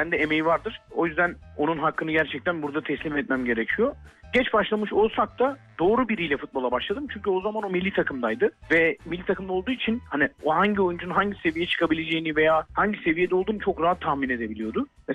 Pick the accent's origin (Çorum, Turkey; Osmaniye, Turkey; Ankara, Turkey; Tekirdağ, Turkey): Tekirdağ, Turkey; Çorlu; Sonrasında Çorlu'da doğup büyüdüğüm yerde başladım liseye.